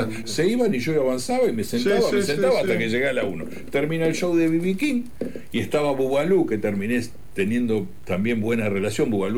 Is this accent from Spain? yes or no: no; Argentina